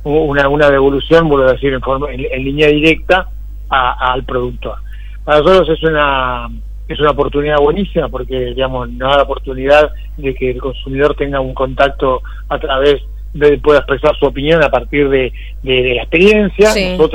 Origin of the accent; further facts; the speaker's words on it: Buenos Aires, Argentina; accent: porteño; por más que mi tonada sea porteña